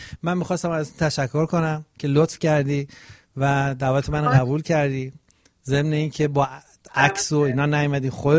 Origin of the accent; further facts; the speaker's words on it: Rasht, Gilan, Iran; accent: Rashti; من فکر می‌کنم شبیه رشتی لهجه‌ام